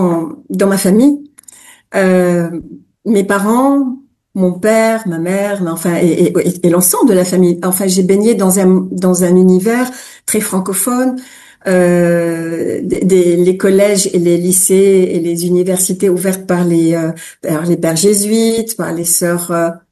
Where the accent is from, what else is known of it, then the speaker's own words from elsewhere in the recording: Lebanon; first language French and Arabic; c'était carrément notre première langue, en même temps que l'arabe. Hein, on dit que les Libanais parlent le franc-banais, un mélange de français et de libanais.